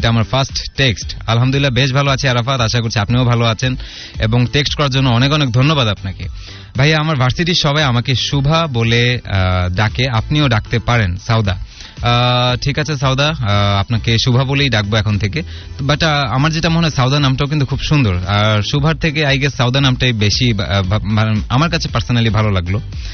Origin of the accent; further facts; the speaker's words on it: Rangpur, Rangpur Division, Bangladesh; রংপুর থেকে, আমাদের এখানে অনেক রোদ।